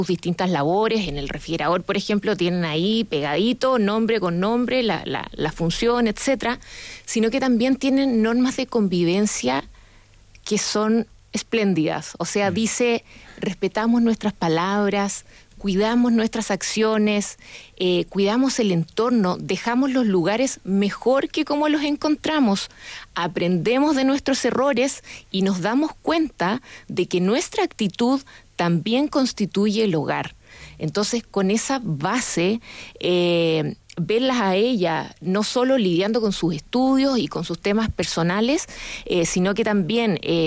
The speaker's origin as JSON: {"language": "Spanish", "town": "Los Ángeles", "region": "Biobío", "country": "Chile", "moved": "as an adult", "lives_now": "Santiago, Chile", "said": "Yo puntualmente vengo de Los Ángeles, en el Biobío"}